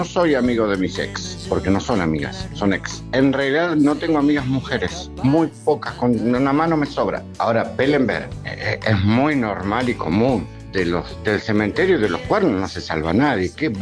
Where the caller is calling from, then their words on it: Villa Madero, Buenos Aires Province, Argentina; de Villa Madero.